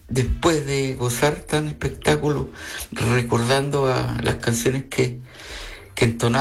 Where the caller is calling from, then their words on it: Copiapó, Atacama, Chile; Yo vivo en Copiapó